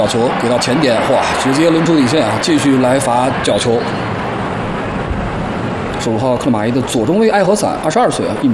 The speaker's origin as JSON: {"language": "Chinese", "town": "Karamay", "region": "Xinjiang", "country": "China", "tie": "born or raised there", "said": "因为我的家乡就是独山子啊，"}